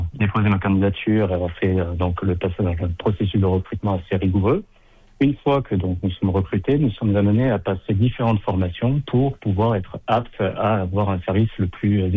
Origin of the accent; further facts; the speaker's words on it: Lourdes, Occitanie, France; ma ville natale, Lourdes.